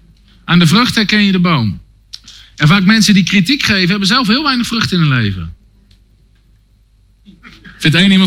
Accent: Netherlands; wij als Nederlanders

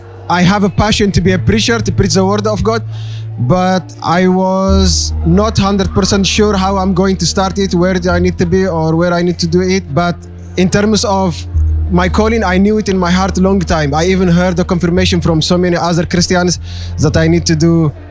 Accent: Eritrea; now in Germany; Originally, I'm from Eritrea, but I reside in Germany. So I come from Germany

